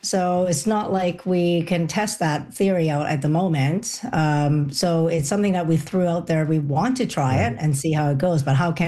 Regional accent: Hong Kong; moved away; I'm from Hong Kong

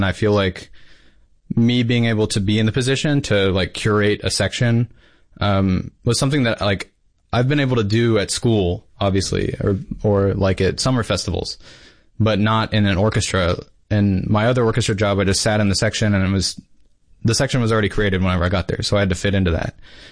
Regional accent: Dallas, Texas, United States; moved away; I'm from Dallas originally.

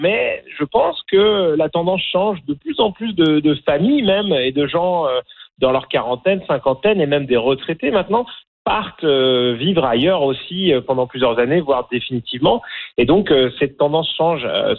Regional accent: France; accent: French from France; moved away as an adult; now in Canada; j'ai pas l'accent franco-canadien typique. J'ai un accent français de France. Pourtant, ça va faire 20 ans, plus de 20 ans que je vis au Canada, que je suis canadien

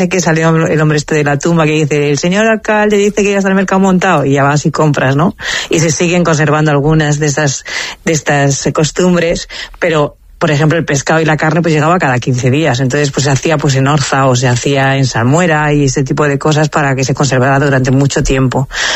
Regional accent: Chera, Valencian Community, Spain; Yo siempre digo que soy de Chera porque me siento de allí

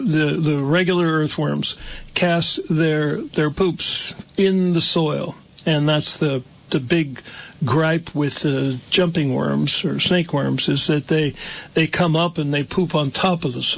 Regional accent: United States; I grew up right around Amish country

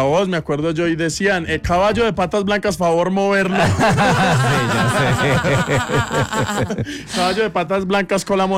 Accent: Colombia; porque somos colombianos.

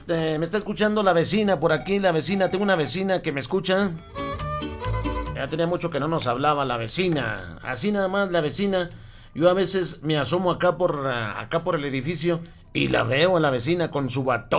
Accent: Río Grande, Zacatecas, Mexico; Ahí en San Lencho, saludos a la racita de San Lencho, mi tierra querida

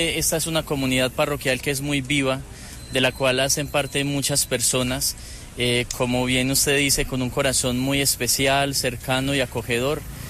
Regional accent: Antioquia, Colombia; now in Pereira, Colombia; No, yo soy de Antioquia.

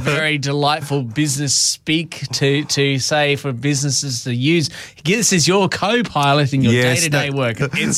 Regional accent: Middlemount, Queensland, Australia; my hometown, Middlemount?

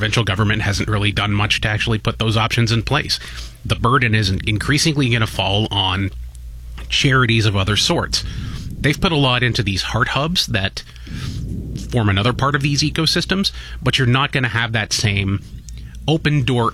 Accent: Windsor, Ontario, Canada; now in St. Catharines, Canada; preface this by saying I've grown up my entire life in this kind of part of southwestern Ontario. I come from Windsor. I moved up here to St. Catharines. I've lived basically all of my life in automotive towns in this part of the world.

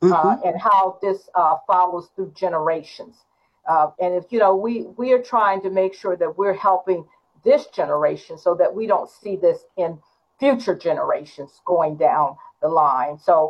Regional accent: Washington, District of Columbia, United States; I grew up in the Washington, D.C. area

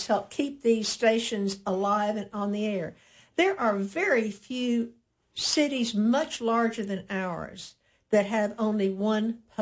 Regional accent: Pine Bluff, Arkansas, United States; Now, I'm from Pine Bluff

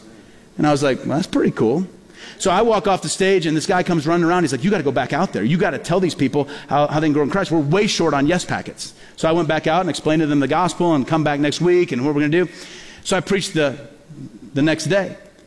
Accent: Peoria, Illinois, United States; born or raised there

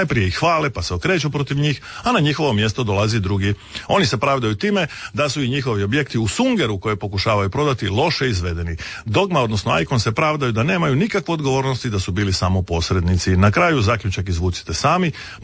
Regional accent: Istria County, Croatia; A nemojte vrijeđati, jer tako rećemo i mi u Južnoj Istri.

